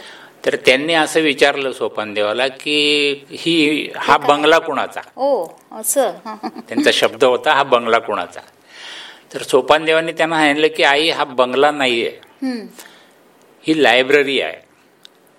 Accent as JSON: {"language": "Marathi", "town": "Parola", "region": "Maharashtra", "country": "India", "said": "म्हणजे पारोळा, मी मूळचा पारोळ्याचा आहे"}